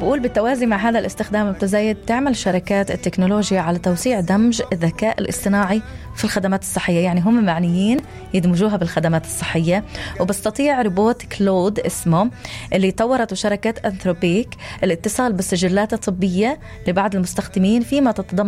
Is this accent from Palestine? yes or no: yes; Palestine; يعني صح أنا من فلسطين وبفتخر إني من فلسطين